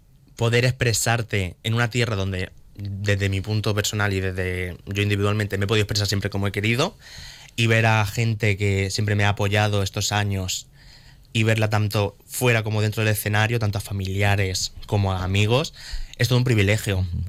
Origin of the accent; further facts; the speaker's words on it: Elche, Valencian Community, Spain; born there; also born or lived in Murcia; porque yo soy nacida en Elche, pero mi corazón está dividido en Elche y en Murcia, o sea, yo represento a las dos tierras